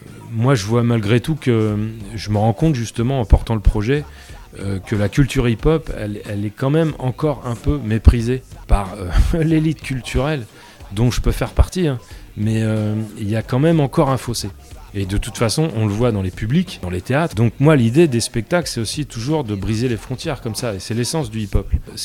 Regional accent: Rouen, Normandy, France; born there; also born or lived in Canteleu; Je suis né, j'étais sur les Hauts-de-Rouen, dans les Verts et Aciers, et après, je suis allé un peu à la campagne après Canteleu, mais en fait, j'ai été dans un collège à Canteleu

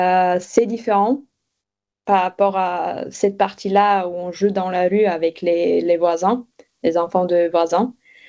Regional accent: Bulgaria; French is a second language; now in France

